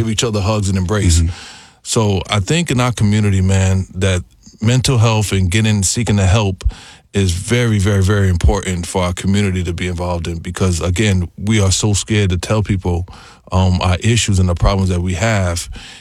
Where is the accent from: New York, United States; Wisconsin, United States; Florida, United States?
New York, United States; New York City; growing up in, you know, the south side of Jamaica, Queens, it was a very, you know, rough story.